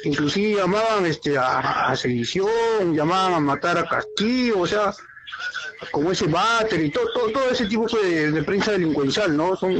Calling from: Lima, Peru; Acá llamando de Lima

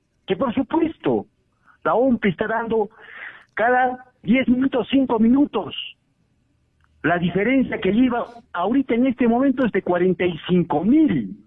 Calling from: Puno, Peru; Me está comunicando desde la ciudad de Puno.

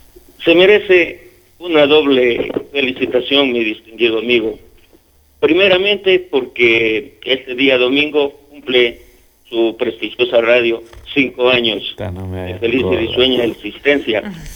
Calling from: Loja, Ecuador; Porque somos vecinos, porque yo soy del Distrito Sur.

